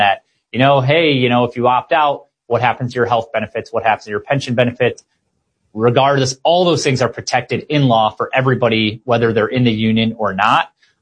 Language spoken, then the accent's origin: English; Illinois, United States; But if you were from like my home state of Illinois, where my parents, you know, my dad was a school teacher, they could force you whether you wanted to or not.